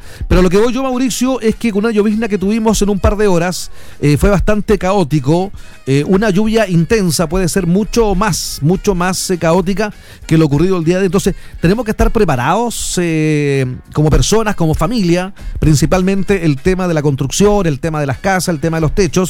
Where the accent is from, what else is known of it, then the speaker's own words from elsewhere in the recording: northern Chile, Chile; nosotros que somos del norte de Chile